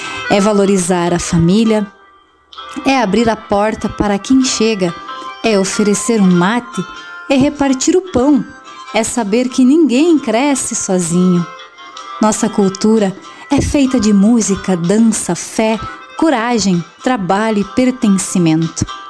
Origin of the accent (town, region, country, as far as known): Rio Grande do Sul, Brazil